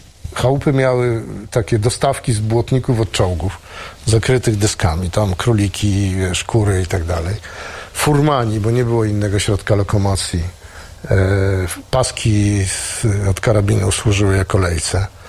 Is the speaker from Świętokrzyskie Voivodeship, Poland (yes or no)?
yes; Świętokrzyskie Voivodeship, Poland; born there; moved away